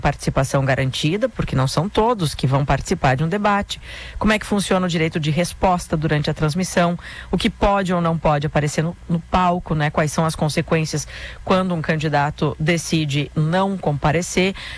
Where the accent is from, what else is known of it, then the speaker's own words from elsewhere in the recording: Brazil; nós, como brasileiros, eleitores